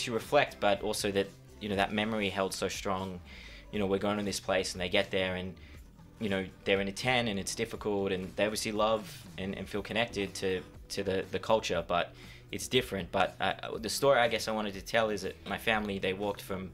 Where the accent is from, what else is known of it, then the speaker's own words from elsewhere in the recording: Australia; I say, I'm Australian.